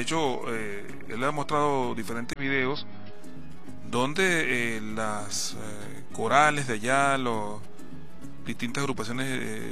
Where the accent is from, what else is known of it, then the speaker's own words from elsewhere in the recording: San José de Aerocuar, Sucre, Venezuela; nosotros somos devotos de la Virgen del Carmen, es la patrona de mi pueblo, de San José de Arocuar, donde también nuestro patrono es San José.